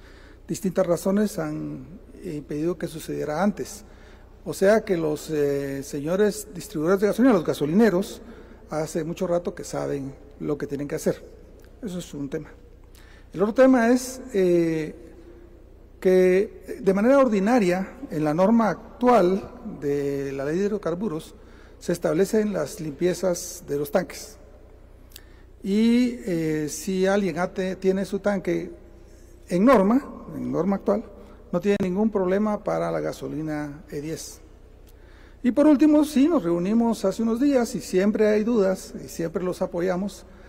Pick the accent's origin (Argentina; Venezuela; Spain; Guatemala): Guatemala; somos guatemaltecos